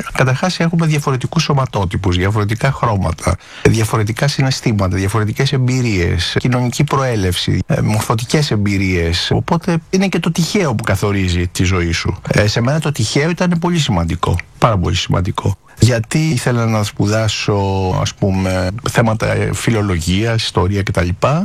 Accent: Patras, Western Greece, Greece; born there; Γεννήθηκα στην Πάτρα, 18 Απριλίου του 1956, δηλαδή ακριβώς είμαι 70 ετών.

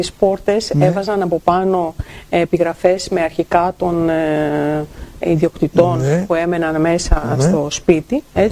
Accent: Chios, North Aegean, Greece

